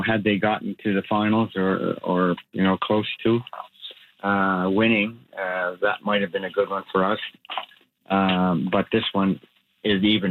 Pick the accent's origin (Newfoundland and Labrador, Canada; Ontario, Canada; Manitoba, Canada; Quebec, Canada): Quebec, Canada; Quebec City; born or raised there